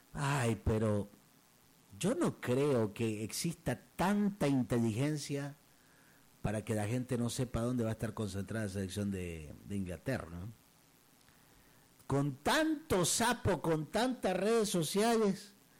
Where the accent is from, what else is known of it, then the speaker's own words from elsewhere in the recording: Chile; aunque obviamente sabían que era chileno